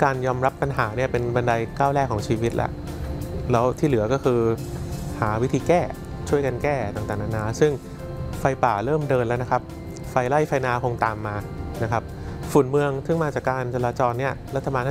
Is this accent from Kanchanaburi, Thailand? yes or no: no; Bangkok, Thailand